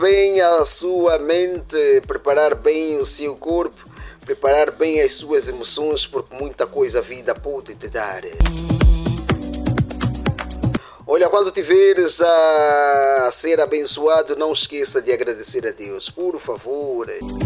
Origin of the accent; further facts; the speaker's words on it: Angola; aqui na minha terra, daqui em Angola.